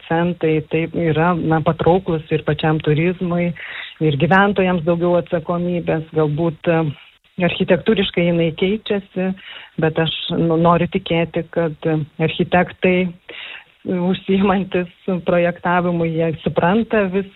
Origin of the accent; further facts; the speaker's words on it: Klaipėda, Klaipėda County, Lithuania; now in Nida, Lithuania; Aš pati esu klaipėdietė